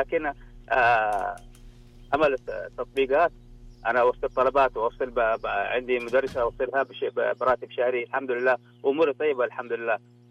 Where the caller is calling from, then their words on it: Saudi Arabia; احنا شباب سعودي